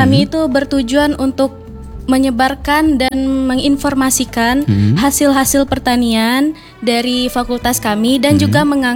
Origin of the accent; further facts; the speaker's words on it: Padang, West Sumatra, Indonesia; saya kan orang Padang